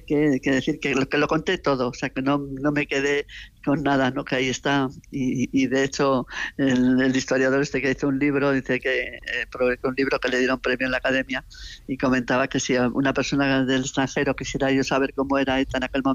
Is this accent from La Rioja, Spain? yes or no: no; Alsasua, Navarre, Spain; born there; yo nací en Alsasua